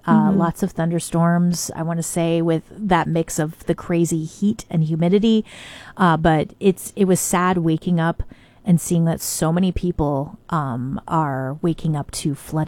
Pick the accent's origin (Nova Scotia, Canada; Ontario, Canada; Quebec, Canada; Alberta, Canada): Ontario, Canada; Tecumseh; the neighborhood that I grew up in Tecumseh.